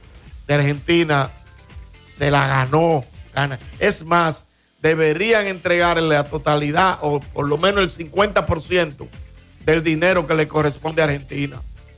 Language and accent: Spanish; Dominican Republic